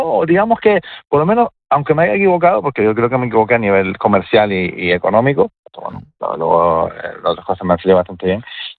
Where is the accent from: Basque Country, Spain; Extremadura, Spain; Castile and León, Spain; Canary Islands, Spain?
Canary Islands, Spain; pero sí era como muy canario, muy así.